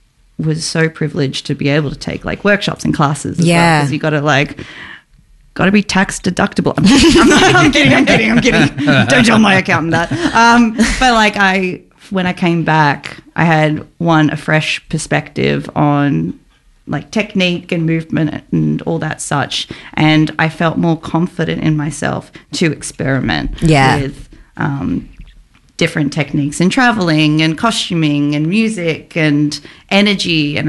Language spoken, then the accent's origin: English; Greece; I was very, very lucky to be able to perform in Greece and my home country. It was more so as an opportunity for my family over there to come watch me.